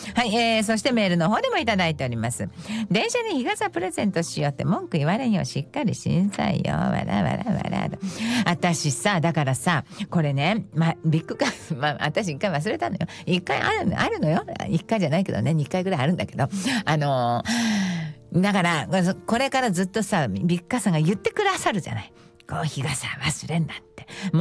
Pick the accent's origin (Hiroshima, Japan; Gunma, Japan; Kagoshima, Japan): Hiroshima, Japan; now in Tokyo, Japan; 明日ね、夜行バスでね、広島に帰るの。